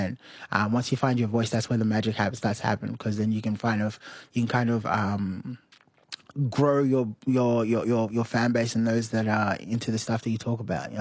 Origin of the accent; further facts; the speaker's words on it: Sydney, New South Wales, Australia; so like when I celebrate being an Australian, people will tell me that I'm not. And when I celebrate about being Sydney's, people will say, why don't you go back then?